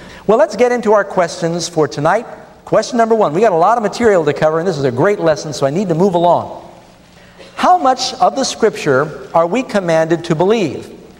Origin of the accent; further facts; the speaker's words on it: New York City, New York, United States; Now, when I grew up here in New York City, My father and mother divorced when I was 3 years old